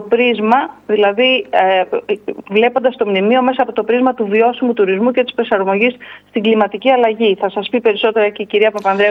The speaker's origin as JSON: {"language": "Greek", "town": "Zacharo", "region": "Western Greece", "country": "Greece", "also_born_or_lived": "Anilio", "said": "Εγώ είμαι καθηγήτρια μαθηματικών στο Μετσόβιο Πολυτεχνείο και έχω καταγωγή από το Ανήλιο και τη Ζαχάρο."}